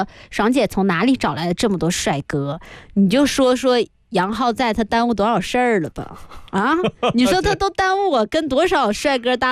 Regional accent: Northeast China, China; accent: Northeastern; now in Guangzhou, China; 我是东北人

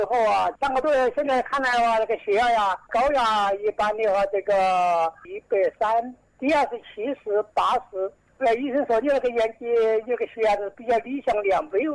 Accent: Xiangyang, Hubei, China; 我是襄阳，湖北襄阳的。

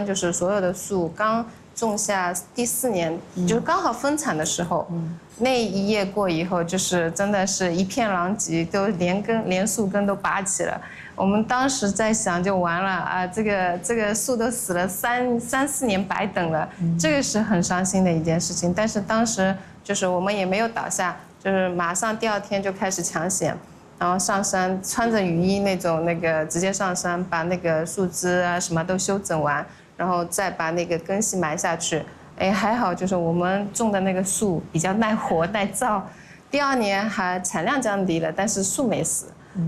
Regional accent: Zhejiang, China; 可能我们浙江人最大的那个就是台风不是每年来吗？

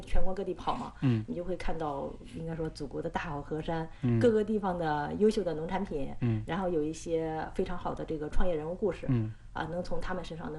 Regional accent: Fuyang, Anhui, China; born or raised there; moved away as an adult

